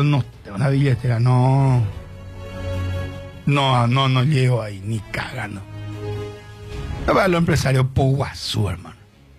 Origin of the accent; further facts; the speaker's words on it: Paraguay; Y es que así somos los paraguayos.